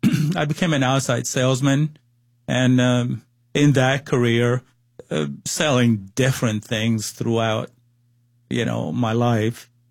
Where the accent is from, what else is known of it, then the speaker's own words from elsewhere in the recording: Cuba; Well, I was born in Cuba.